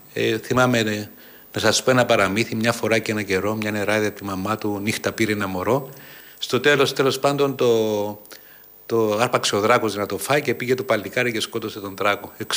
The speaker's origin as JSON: {"language": "Greek", "country": "Cyprus", "tie": "born or raised there", "said": "Μεγάλωσα στη Βόρεια Κύπρο, τώρα είναι κατεχόμενη, και εκεί είναι βουνά που έχουν έτσι πολύ ωραίους σχηματισμούς με βράχους."}